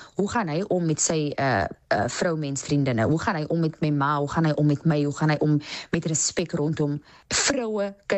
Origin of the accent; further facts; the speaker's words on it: Paarl, Western Cape, South Africa; ek is gebore en getoe in die Perel. Mense is geskok as hulle vra, jou hele lewe lank, sê ek ja, en ek sal nooit uit die Perel uittrek nie.